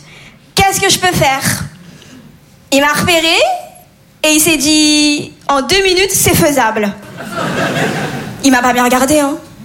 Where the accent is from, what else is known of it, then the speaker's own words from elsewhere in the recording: Comoros; D'ailleurs, moi, comme je vous dis, je viens des Comores. Et nous, on est vraiment connus pour célébrer de très, très grands mariages.